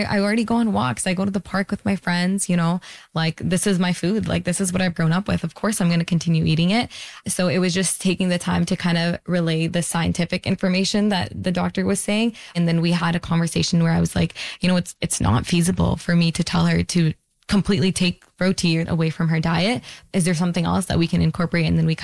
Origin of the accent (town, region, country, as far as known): Peel, Ontario, Canada; born or raised there